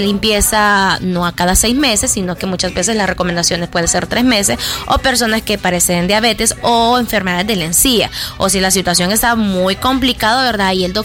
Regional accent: El Salvador; como salvadoreños quizás somos un poco descuidados.

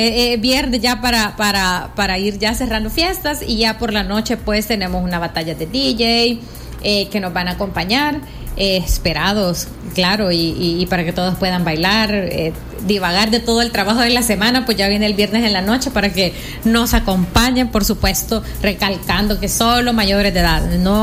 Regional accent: El Salvador

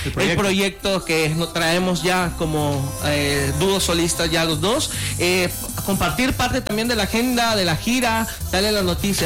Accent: Lima, Peru; Yo soy limeño.

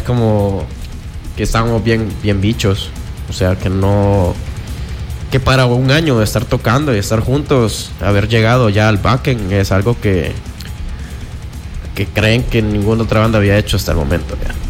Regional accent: El Salvador; somos una banda de El Salvador

